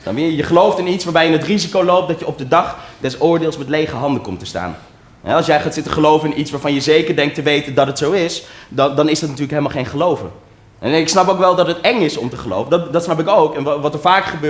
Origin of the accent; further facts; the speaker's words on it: North Holland, Netherlands; Maar ik ben opgegroeid in het Gooi, snap je?